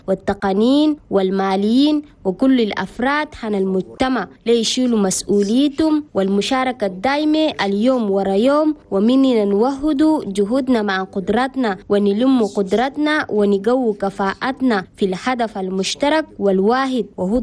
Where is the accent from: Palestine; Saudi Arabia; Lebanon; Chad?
Chad; ودا البلد معروفة باللغتين العربية والفرنسية وبلا شك السخافة هم بلدنا تشاد المعروفة بيا في العالم